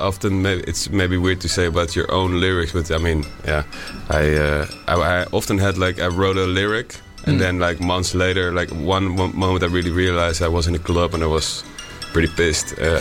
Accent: Rotterdam, South Holland, Netherlands

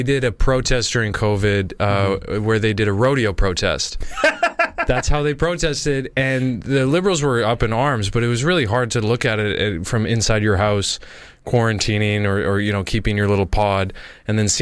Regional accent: Edmonton, Alberta, Canada; moved away; I'm from Edmonton, Alberta, which is like Midwest.

